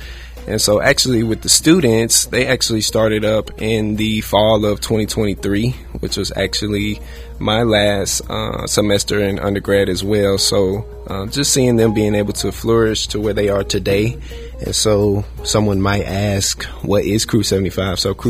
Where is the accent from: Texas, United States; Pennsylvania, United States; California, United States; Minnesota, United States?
Texas, United States; Houston; also born or lived in Dallas; Yes, I am from Houston, Texas as well. Born in Dallas, raised in Houston. So I'm Texas through and through.